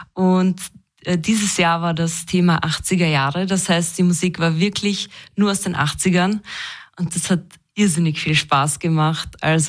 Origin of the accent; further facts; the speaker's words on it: Burgenland, Austria; natürlich ist für mich das Besondere als Burgenländerin in diesem burgenländischen Setting da mitwirken zu können. Und ich komme aus einem kleinen burgenländischen Dorf